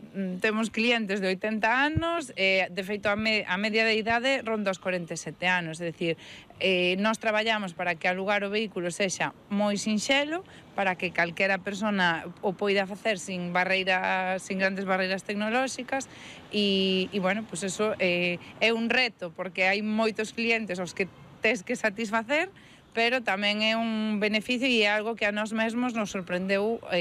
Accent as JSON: {"language": "Galician", "town": "Ourense", "region": "Galicia", "country": "Spain", "said": "Bueno, nacemos en Ourense porque somos de Ourense"}